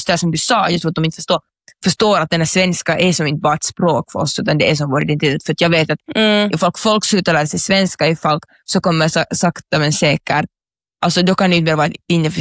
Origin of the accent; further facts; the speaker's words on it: Finland; min identitet är ju som nog framför allt finlandssvensk. Sen är jag ju mer finsk än svensk, och jag är ju också finsk, eller finländsk. Men jag är ju mer finlandssvensk än vad jag liksom känner mig.